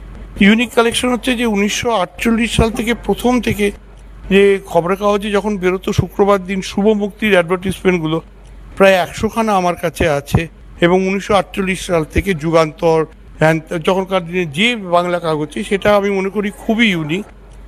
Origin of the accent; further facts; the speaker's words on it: Kolkata, West Bengal, India; আমি আসলে 1962 জন্মেছি, ভবানীপুরের ছেলে, যোগবাজারের ছেলে